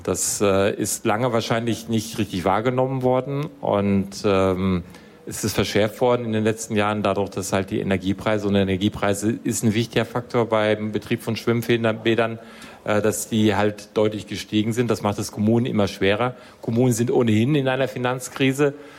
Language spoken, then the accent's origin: German; Delbrück, North Rhine-Westphalia, Germany; Delbrück, Kreis Paderborn.